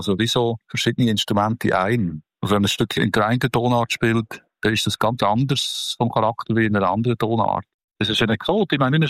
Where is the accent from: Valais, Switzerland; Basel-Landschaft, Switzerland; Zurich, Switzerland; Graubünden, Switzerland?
Basel-Landschaft, Switzerland; Pflanzwetz war ja damals auch schon ein Thema gewesen, im Waldenburgertal, wo ich aufgewachsen bin.